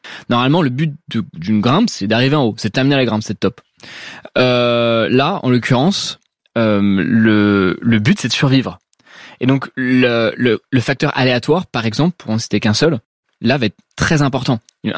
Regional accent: Paris, Île-de-France, France; Alors, j'ai grandi à Paris. Donc du coup, bon, j'ai grandi autour des gratte-ciels, avec pour source d'inspiration ce que je voyais devant moi, donc les bâtiments haussmanniens, les grands gratte-ciels du 13e arrondissement.

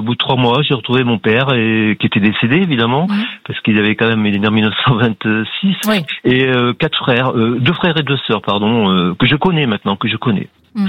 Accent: Nouvelle-Aquitaine, France; ça m'a permis de trouver d'où je venais, d'un petit village de la Dordogne.

